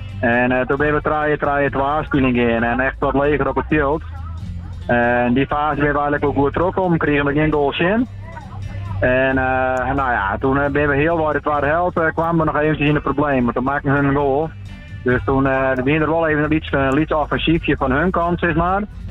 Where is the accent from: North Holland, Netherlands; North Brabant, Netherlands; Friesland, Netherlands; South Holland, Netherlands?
Friesland, Netherlands; Heeg; Ja, ik ben hier in Heeg. Want ik ben eigenlijk geboren en getogen in Heeg. En ik heb hier tot mijn 44ste wennen.